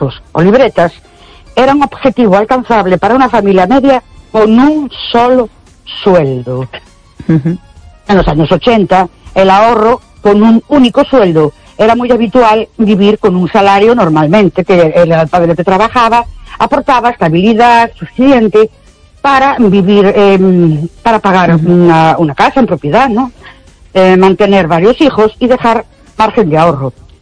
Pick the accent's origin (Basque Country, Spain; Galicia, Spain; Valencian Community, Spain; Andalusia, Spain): Galicia, Spain; Ourense; Buenas noches … de Orense.